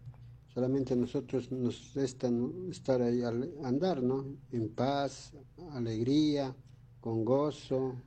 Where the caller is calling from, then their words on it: La Paz, Bolivia; Yo soy uno de la paz, soy